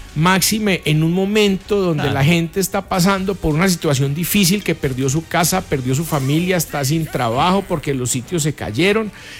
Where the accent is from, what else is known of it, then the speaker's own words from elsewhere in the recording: Pereira, Risaralda, Colombia; nosotros que somos de acá de Pereira